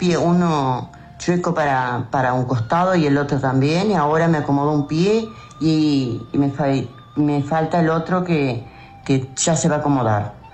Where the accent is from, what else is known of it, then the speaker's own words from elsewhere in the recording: Tacuarembó, Uruguay; Soy de Tacuarembó, sí.